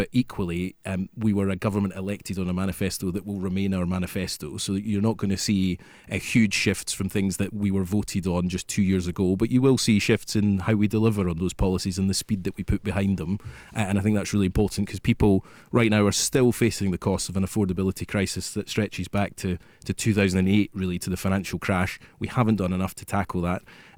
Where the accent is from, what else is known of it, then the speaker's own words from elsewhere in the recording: Scotland, United Kingdom; But secondly, as a Scottish MP, I think it's important we have someone who really understands how devolution works